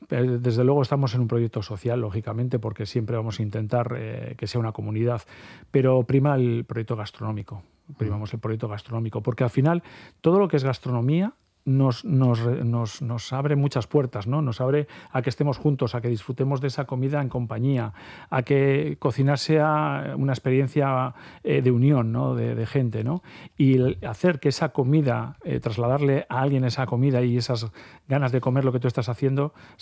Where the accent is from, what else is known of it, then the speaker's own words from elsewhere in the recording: Bilbao, Basque Country, Spain; Yo soy bilbaíno 100%